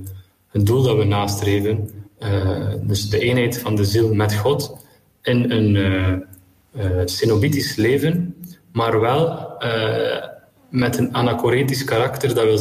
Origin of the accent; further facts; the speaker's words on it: Belgium; ik ben echt enorm beginnen houden van mijn land.